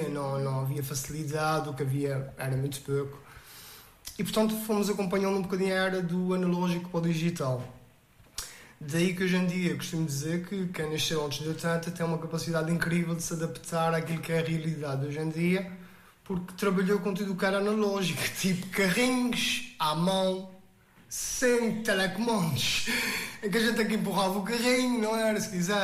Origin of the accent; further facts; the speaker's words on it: Azores, Portugal; accent: São Miguel; Mas sim, já nem na universidade consegui perder, consegui fazer com que eles aprendessem tudo aquilo que eram sotaques, expressões, algumas palavras muito próprias da Ilha de São Miguel.